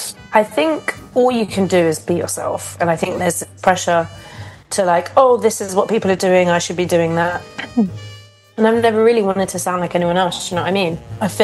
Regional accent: London, United Kingdom; I grew up in Camden Town, which was quite an eclectic place.

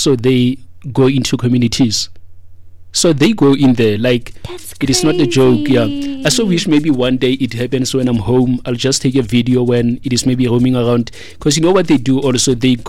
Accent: North West, South Africa; growing up in the Northwest, where I stay, Thandabantu, we see monkeys a lot in our area.

